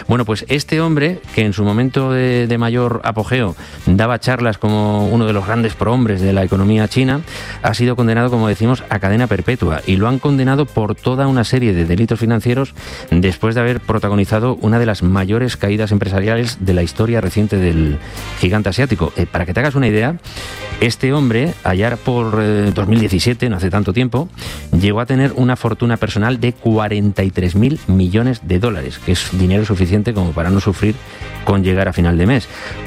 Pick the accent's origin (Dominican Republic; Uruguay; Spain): Spain; Mediterranean coast; born there; now in Madrid, Spain; a los que nacimos en el Mediterráneo, como canta … pero nos vinimos a vivir al interior